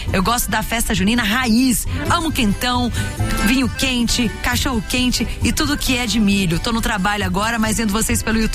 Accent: Minas Gerais, Brazil; Na minha terra, em Minas Gerais, tem lugares que falam carne de panela

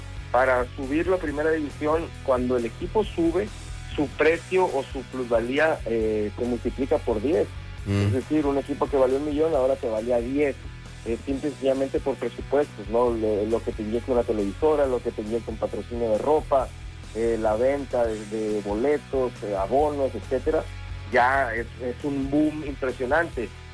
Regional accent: Culiacán, Sinaloa, Mexico; moved away; also born or lived in Tijuana; La primera en mi ciudad natal, Culiacán

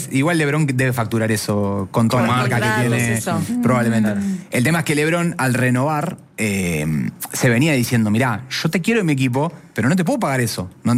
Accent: Argentina; para nosotros como argentinos o como sudamericanos, latinoamericanos

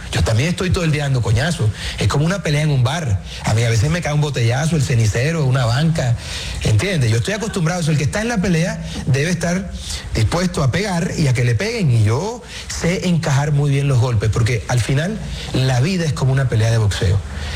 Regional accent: Caribbean coast, Colombia; also born or lived in Bogotá; Circunstancial, nací en la clínica del Country hace 40 añitos, pero soy más costeño que el carajo.

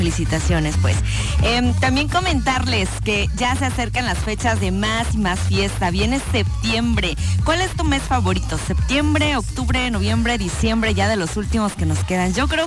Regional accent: Mexico

